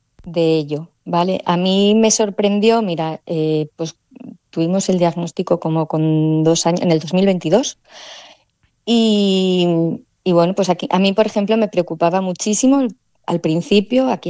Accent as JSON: {"language": "Spanish", "town": "Oviedo", "region": "Asturias", "country": "Spain", "lives_now": "Luarca, Spain", "said": "yo soy de Oviedo. Llevo aquí desde el 2018 por circunstancias personales."}